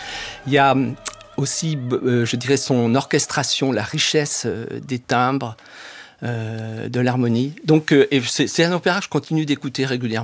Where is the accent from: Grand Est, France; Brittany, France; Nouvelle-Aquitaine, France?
Brittany, France; Et j'ai grandi en Bretagne.